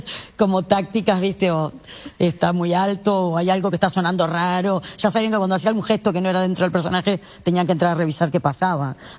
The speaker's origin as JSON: {"language": "Spanish", "town": "Punta del Este", "region": "Maldonado", "country": "Uruguay", "tie": "born or raised there", "said": "Soy de Punta del Este, en Punta del Este, y sí, y siempre, y me digamos, estudié en Montevideo también"}